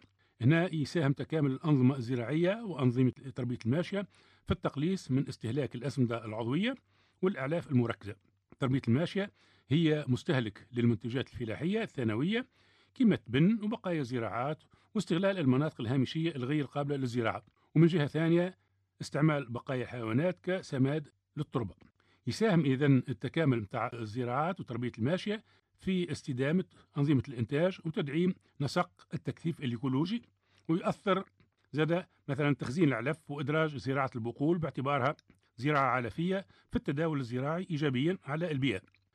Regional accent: Tunisia; عندنا في تونس

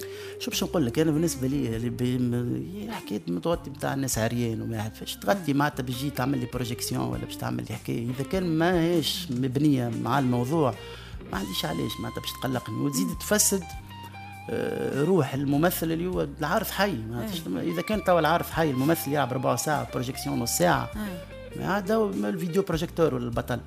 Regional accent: Tunisia; accent: Tunisian dialect

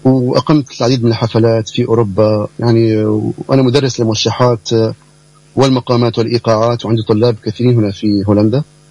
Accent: Aleppo, Aleppo Governorate, Syria; moved away as an adult; now in Netherlands; أنا من حلب الشهباء

